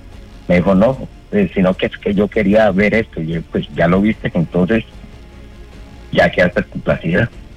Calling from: Candelaria, Valle del Cauca, Colombia; te llamo desde Villa Gorgona, Candelaria, Valle del Cauca.

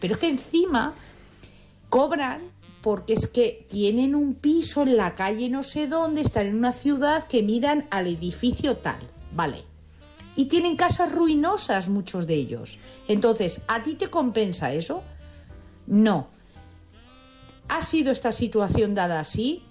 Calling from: Madrid, Community of Madrid, Spain; de Madrid.

